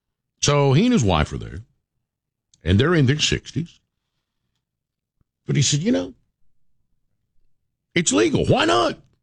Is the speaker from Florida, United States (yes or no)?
no; Tennessee, United States; And growing up in Sevier County, it was very, usually pretty easy to find some Cosby Crypto, some homegrown.